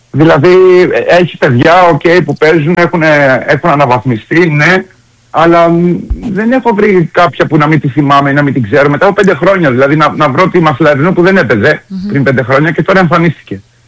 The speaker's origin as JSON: {"language": "Greek", "country": "Greece", "also_born_or_lived": "Italy", "moved": "as an adult"}